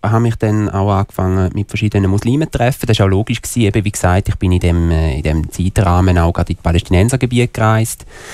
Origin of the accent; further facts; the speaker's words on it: Switzerland; als Schweizer Konvertit.